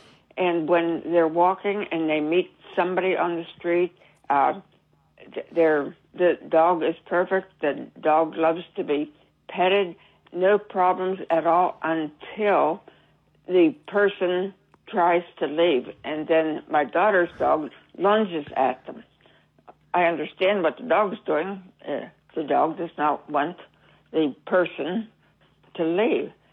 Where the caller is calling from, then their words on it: Altoona, Pennsylvania, United States; from Altoona, Pennsylvania.